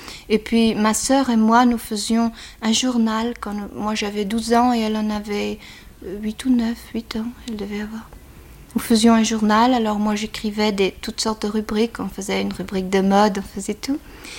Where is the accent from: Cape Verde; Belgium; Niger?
Belgium; Flanders; Oui, je suis flamande. Mes parents sont flamands.